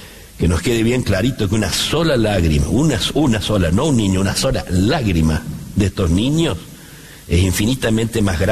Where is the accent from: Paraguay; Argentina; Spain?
Argentina; Es muy triste, como argentinos